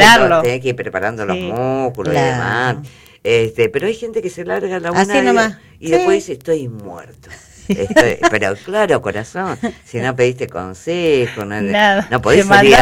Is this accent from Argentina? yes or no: yes; Argentina; como somos los argentinos, re intenso, re pesado, re ansioso.